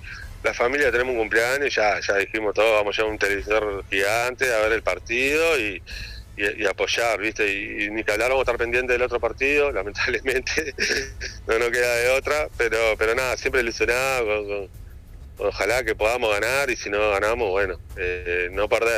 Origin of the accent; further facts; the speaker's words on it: Uruguay; yo la verdad como uruguayo siempre hincho